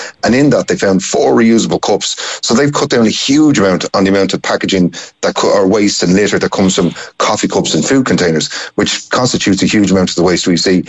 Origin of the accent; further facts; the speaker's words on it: Dublin, Leinster, Ireland; I'm from Dublin, lived here my whole life, well, most of my life